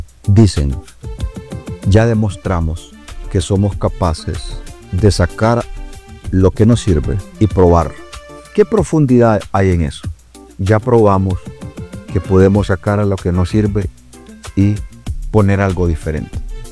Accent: Honduras; lo que me tiene así en esta condición emocional como hondureño

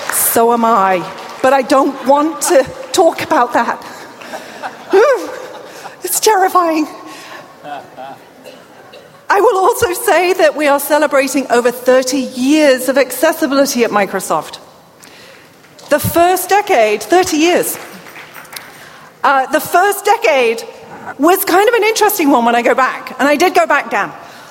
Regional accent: United Kingdom; accent: British; now in United States; I should explain my accent. That is a British accent. I don't want any misunderstanding. I am not Australian. And I live in Washington State.

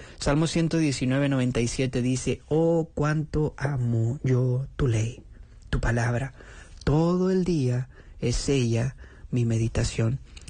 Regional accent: Monterrey, Nuevo León, Mexico; Como en Monterrey, en la ciudad de donde yo soy, hay muchas montañas hermosas, grandes, majestuosas.

